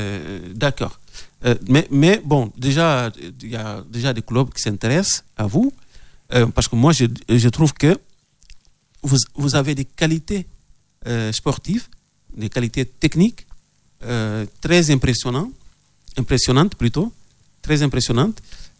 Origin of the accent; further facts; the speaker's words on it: Roubaix, Hauts-de-France, France; Quand on dit ailleurs qu'on vient de Roubaix, oh là là, on vous regarde comme des gens qui viennent de Chicago, de New York, de Californie, quoi.